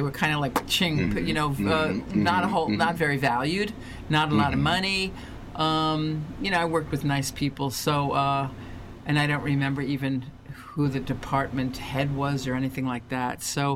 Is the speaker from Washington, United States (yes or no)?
no; New York City, New York, United States; I grew up in New York City